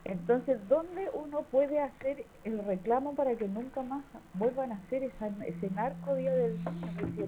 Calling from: Chile; vivo aquí en Viana.

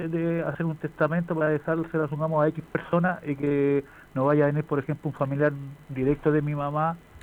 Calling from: Chile; De la parte alta de Villamar de Aguasanta.

